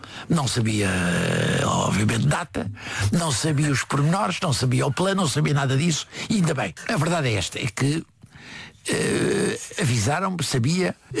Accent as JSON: {"language": "Portuguese", "town": "Almada", "region": "Setúbal", "country": "Portugal", "tie": "born there", "said": "Onde eu nasci."}